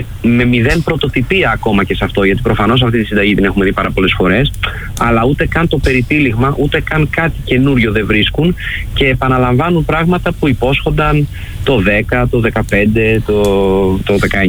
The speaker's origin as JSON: {"language": "Greek", "country": "Greece", "said": "Εγώ ως Έλληνας"}